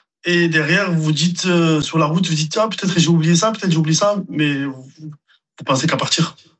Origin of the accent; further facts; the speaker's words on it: Ille-sur-Têt, Occitanie, France; ça fait 41 ans que je suis à Isle, donc parce que je suis né là et j'ai grandi là